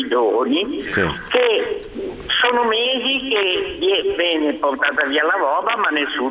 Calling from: Genoa, Liguria, Italy; da Quinto.

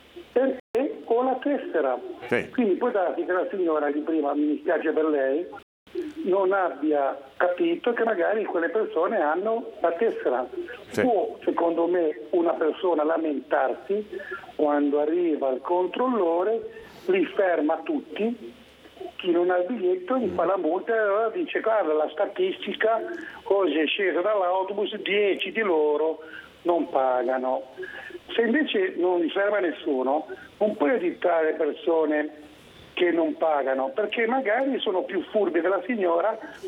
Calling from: Genoa, Liguria, Italy; Siamo da Ponte Carrega.

